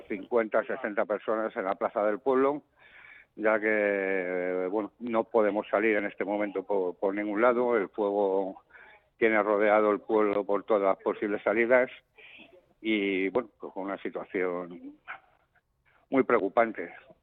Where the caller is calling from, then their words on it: Madrid, Community of Madrid, Spain; porque yo soy de Madrid